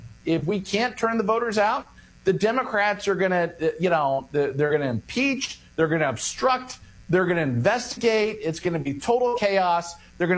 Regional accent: Florida, United States; I'm from Florida, where we have probably the most, the safest elections in the country.

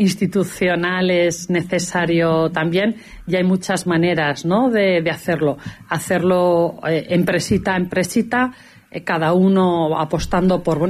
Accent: Calatayud, Aragon, Spain; born there; que somos de Calatayud, nacido en Calatayud, y que generación tras generación seguimos impulsando.

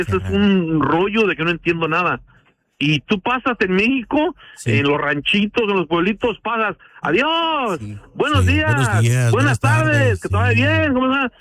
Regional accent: Russia; Soy de Rusia por nacimiento, mexicano porque me encontraron ahí.

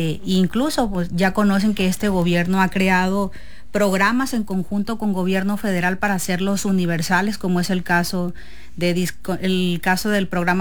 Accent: Estación Dimas, Sinaloa, Mexico; en mi comunidad, mi municipio, Barras de Piazla, pues está muy cerca de Estación Dimas, del pueblo de donde yo soy.

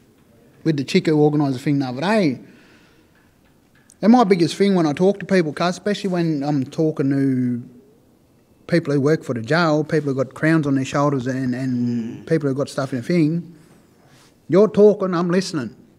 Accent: New South Wales, Australia; moved away; I'm from New South Wales, so I've got no one down here.

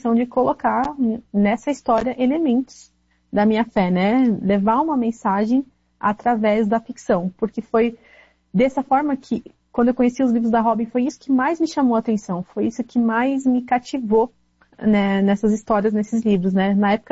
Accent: South Region, Brazil; now in North Brazil; Eu sou do Sul. Aí nesse tempo eu mudei pro Norte

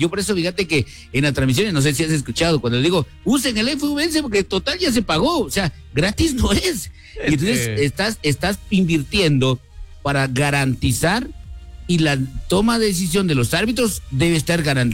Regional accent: Guatemala; somos los chapines

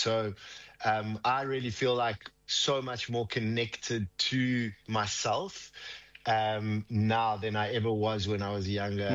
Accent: South Africa; as a South African

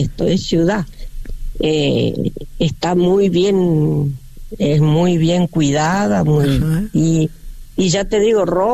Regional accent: Ferreira, Córdoba, Argentina; born there; Yo nací en Ferreira, ¿viste?

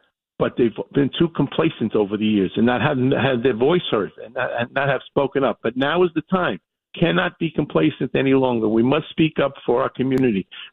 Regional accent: New York City, New York, United States; now in Manhattan, United States; I'm a Brooklyn boy at heart, even though I live in Manhattan. I'm born and raised in Bensonhurst, Italian and Jewish neighborhood. Actually, I feel as much Jewish as I do Catholic

